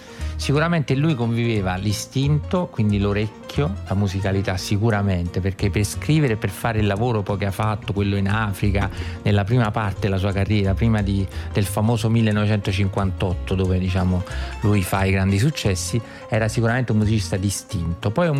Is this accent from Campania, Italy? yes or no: yes; Naples, Campania, Italy; sono sicuramente napoletano, mio padre è napoletano, però c'ho sto cognome che è un po' tedesco, un po' ungarico, che tradirebbe le origini, ma invece sono di Napoli.